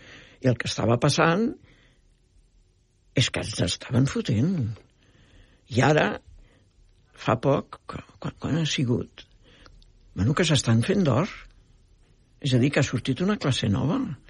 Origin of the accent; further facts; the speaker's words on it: France; En aquell moment era París, era França, jo vinc de França.